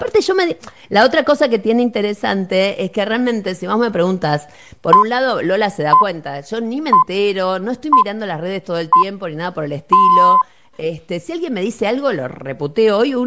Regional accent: Buenos Aires, Argentina; born there; moved away; yo nací en Soldati, en una casa pobre.

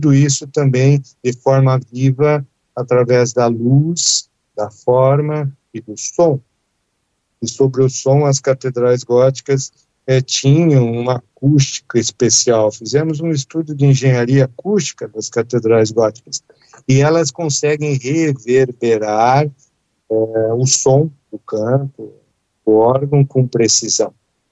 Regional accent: Curitiba, Paraná, Brazil; born there; Eu nasci em Curitiba. em Curitiba, lá na Praça Tiradentes.

